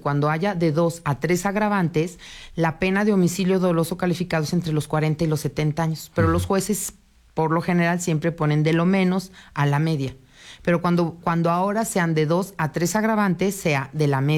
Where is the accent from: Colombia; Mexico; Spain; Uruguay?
Mexico; el fútbol, que nos une como mexicanos